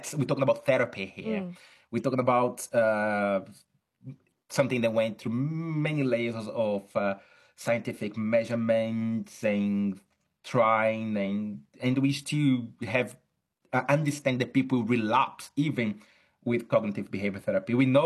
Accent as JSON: {"language": "English", "country": "Brazil", "second_language": "English", "lives_now": "Chichester, United Kingdom", "said": "I'm originally from Brazil, though I'm academic in at the University of Chichester in UK. I see a lot of that also in Brazil."}